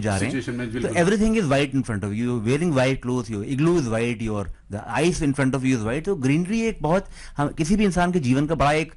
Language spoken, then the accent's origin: Hindi; Lucknow, Uttar Pradesh, India; जी, मैं मूलतः लखनऊ का रहने वाला हूँ and I come from academically oriented family